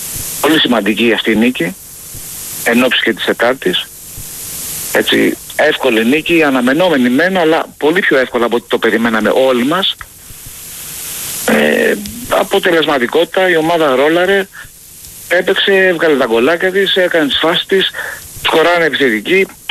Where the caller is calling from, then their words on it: Paiania, Attica, Greece; από την Παιανία.